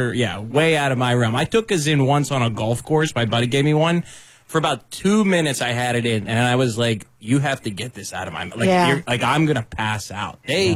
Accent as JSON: {"language": "English", "town": "Pittsburgh", "region": "Pennsylvania", "country": "United States", "tie": "born or raised there", "said": "Born and raised in Pittsburgh."}